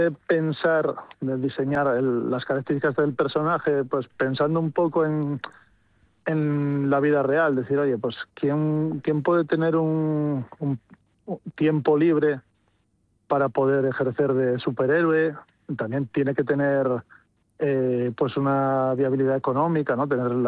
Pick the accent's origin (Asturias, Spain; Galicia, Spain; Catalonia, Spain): Asturias, Spain; Mieres; yo que soy de Mieres, pues más asturiano que un minero de Mieres, pocas cosas hay.